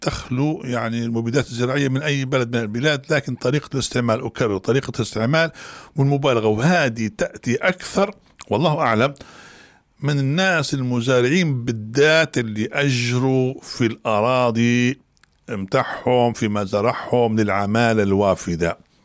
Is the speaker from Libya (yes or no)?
yes; Libya; وحنا كنا كليبيين نعرفوا استنزاف الأرض